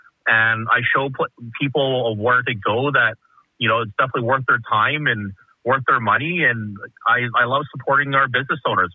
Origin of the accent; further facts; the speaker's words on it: Winnipeg, Manitoba, Canada; it just comes from just growing up in Winnipeg. I'm born and raised in Winnipeg. I'm an 80s kid. I'm a 90s teenager.